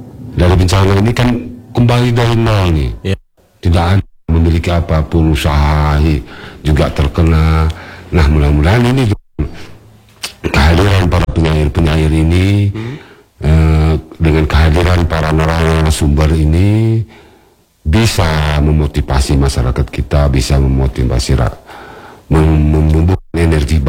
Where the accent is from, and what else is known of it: Aceh, Indonesia